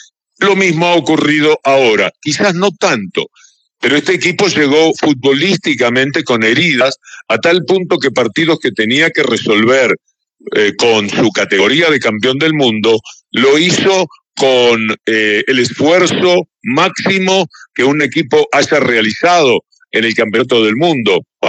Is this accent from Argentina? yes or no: no; Uruguay